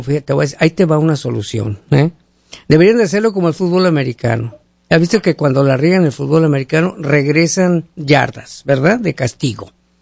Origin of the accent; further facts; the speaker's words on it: Mexico; a mí sí me llegaba como mexicano